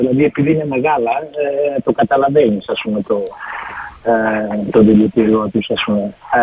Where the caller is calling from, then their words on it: Greece; Εμείς σαν Έλληνες πάλι χάνουμε.